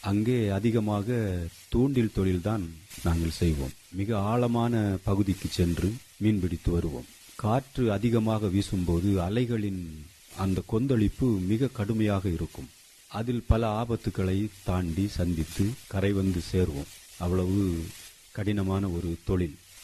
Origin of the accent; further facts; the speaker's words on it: Kadiyapattinam, Tamil Nadu, India; அந்த ஒரு அழகான ஒரு ஊர். இயற்கை காட்சிகளெல்லாம் சூப்பராக இருக்கும் பார்க்கறதுக்கு. அந்த மாதிரி ஒரு நல்ல ஒரு கிராமத்தில் நான் பிறந்து வளர்ந்து அங்கே வந்து 7ஆம் வகுப்பு வரை படித்திருக்கிறேன்.